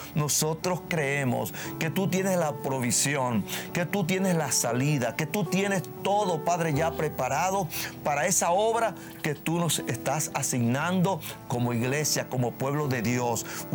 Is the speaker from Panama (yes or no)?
yes; Panama